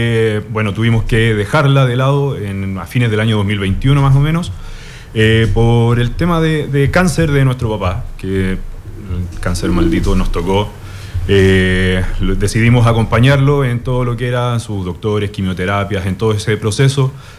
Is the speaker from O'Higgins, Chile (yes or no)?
yes; Machalí, O'Higgins, Chile; Somos de Machalí